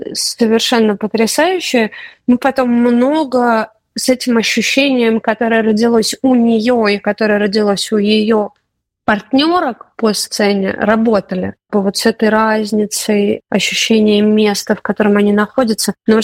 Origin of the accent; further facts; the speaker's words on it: Moscow, Russia; also born or lived in Saint Petersburg; мы росли в Москве и Петербурге, там нет как бы культуры этой вообще.